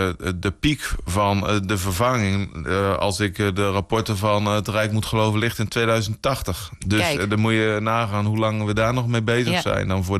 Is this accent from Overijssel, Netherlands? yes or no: yes; IJsselmuiden, Overijssel, Netherlands; moved away as an adult; also born or lived in Kampen; now in Blokzijl, Netherlands; Ik ben in IJsselmuiden geboren en opgegroeid. En toen ik getrouwd ben, heb ik een paar jaar in Kampen gewoond. Nou, 12 jaar. En nu ondertussen bijna 5 jaar in Blokcel.